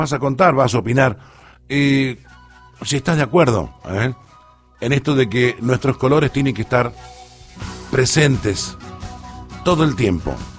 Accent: Argentina

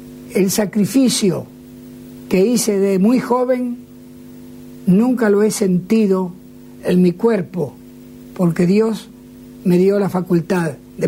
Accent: Argentina; a través de él pude conocer otros países tan, tan hermosos como este, pero no tan querido para mí como mi Argentina.

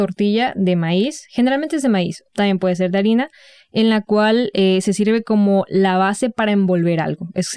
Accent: Mexico; vengo desde México.

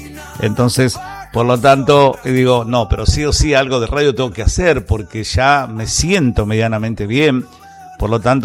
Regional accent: Argentina; ya sabemos que somos argentinos

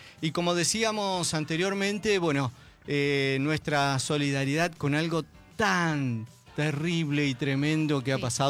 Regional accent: Paraná, Entre Ríos, Argentina; Y qué lindo para mí es ser paranaense. Me encanta mi ciudad.

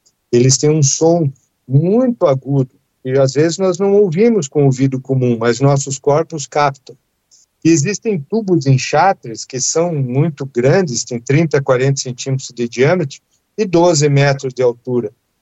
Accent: Curitiba, Paraná, Brazil; born there; Eu nasci em Curitiba, lá na Praça Tiradentes, nós temos uma pequena catedral gótica

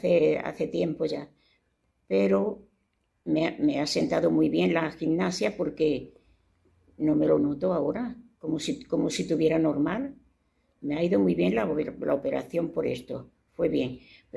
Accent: Granada, Andalusia, Spain; Yo soy de Granada.

